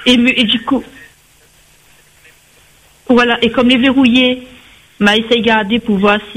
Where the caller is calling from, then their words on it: Réunion, France; Oui, mais je suis de La Réunion.